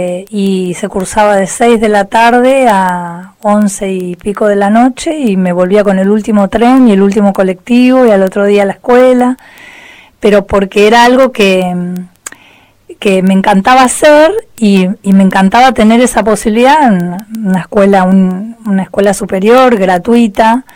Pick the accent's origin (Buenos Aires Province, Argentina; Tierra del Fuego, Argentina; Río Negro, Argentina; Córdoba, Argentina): Buenos Aires Province, Argentina; Ranelagh; moved away as an adult; now in Patagonia, Argentina; yo nací en Capital Federal y me crié en el conurbano bonaerense, en la zona sur, en la localidad de Ranelac, partido de Berazategui.